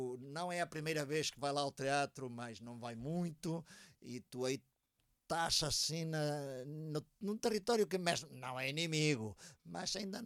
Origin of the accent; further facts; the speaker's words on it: Vigo, Galicia, Spain; accent: Rías Baixas, Vigo Galician; Portuguese is a second language; E eu sou de Vigo